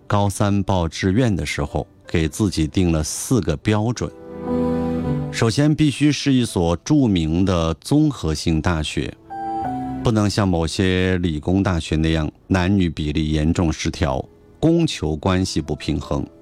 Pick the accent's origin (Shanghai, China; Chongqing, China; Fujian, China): Fujian, China; 我是福建人，确实没见过雪，我真的很想去玩雪。